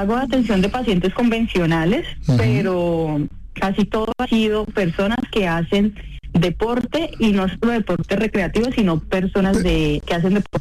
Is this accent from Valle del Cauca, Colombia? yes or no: yes; Cali, Valle del Cauca, Colombia; soy de Cali.